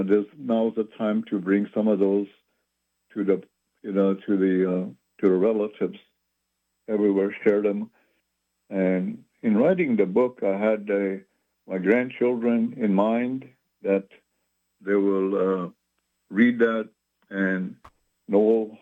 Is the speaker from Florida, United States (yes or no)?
no; South Dakota, United States; I grew up out here in South Dakota on an Indian reservation.